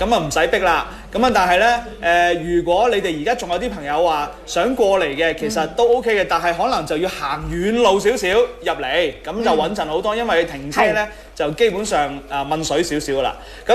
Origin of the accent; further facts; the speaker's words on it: Guangzhou, Guangdong, China; now in Foshan, China; 我係廣州人嚟嘅。